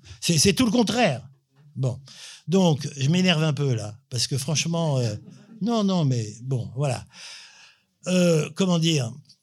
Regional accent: Rabat, Rabat-Salé-Kénitra, Morocco; Moi, je suis né au Maroc. À Rabat, bon, j'ai habité plusieurs quartiers

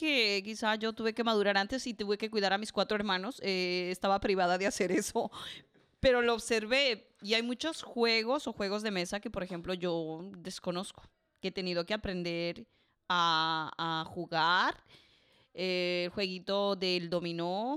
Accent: Ecuador; Lo siento, soy de Ecuador, pero yo muy creo que no soy tan amiga de los animales.

